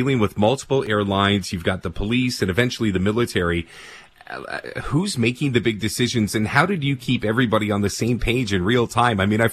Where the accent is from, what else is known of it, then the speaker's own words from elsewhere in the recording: Canada; And there's days where being Canadian feels routine.